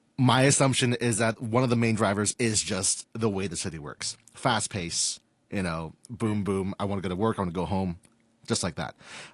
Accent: Hong Kong; Hey, born and raised in Hong Kong, you know, you and I both.

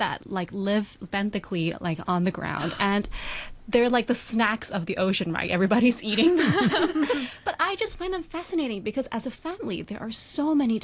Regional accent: Hong Kong; I grew up in Hong Kong and I went to school here

